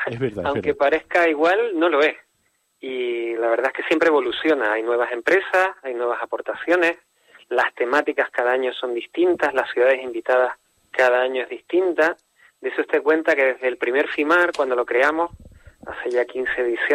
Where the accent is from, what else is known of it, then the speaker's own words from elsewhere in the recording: Canary Islands, Spain; nos une como canarios